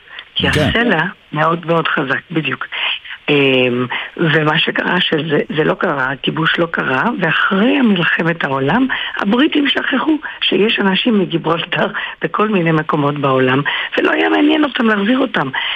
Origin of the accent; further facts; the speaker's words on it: Gibraltar; נכון, גדלתי בגיברלטר.